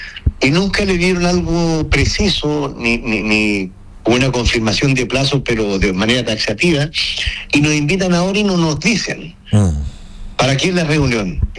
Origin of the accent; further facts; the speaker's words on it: Chiguayante, Biobío, Chile; los chihuayantinos no somos personas de segunda ni de tercera clase.